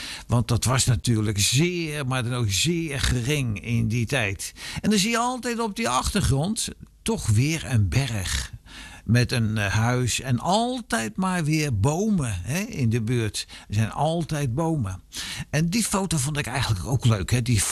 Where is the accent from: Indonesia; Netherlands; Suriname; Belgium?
Indonesia; West Papua; Ik zie ons huis waar ik opgroeide en pijnlijk mijn jeugd achterliet. In gedachten langs plekken waar ik met vriendjes ging zwemmen.